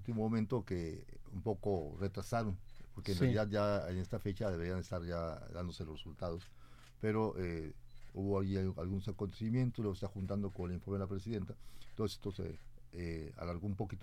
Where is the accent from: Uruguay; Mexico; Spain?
Mexico; Sonora; con identidad como mexicanos, como mexicanas